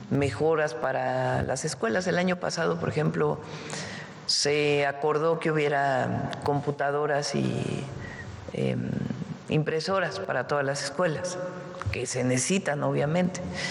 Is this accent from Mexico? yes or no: yes; Mexico; por lo que son las familias mexicanas, o lo que somos las familias mexicanas.